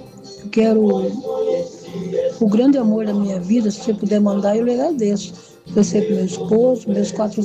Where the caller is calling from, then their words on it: Brazil; Eu sou daqui do Jardim das Oliveiras.